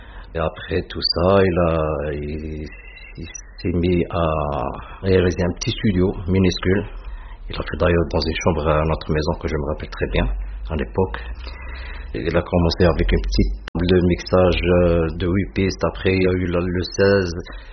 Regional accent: Tlemcen, Tlemcen Province, Algeria; Là, actuellement, on est à Tlemcen, ma ville natale, celle de mon père et des grands-pères. Tlemcen, voilà, c'est en fait la frontière du Maroc.

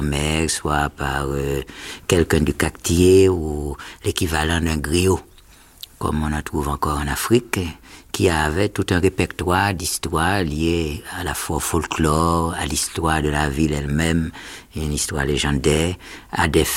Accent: Jacmel, Sud-Est, Haiti; born there; moved away; je suis né à Jacques Mel en 1926, et pratiquement je n'y suis pas retourné depuis 1941.

